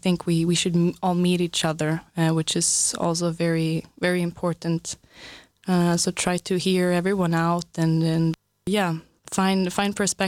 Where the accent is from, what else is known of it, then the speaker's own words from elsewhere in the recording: Stockholm, Stockholm County, Sweden; English is a second language; compared to Stockholm, which is my hometown or home city, it's a bit unpersonal, I would say